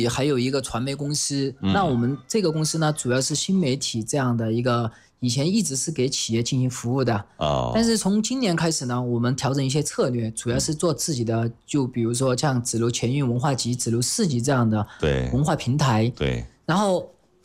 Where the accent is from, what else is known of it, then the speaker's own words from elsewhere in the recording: Guizhou, China; 我们的贵州文化是这么有底蕴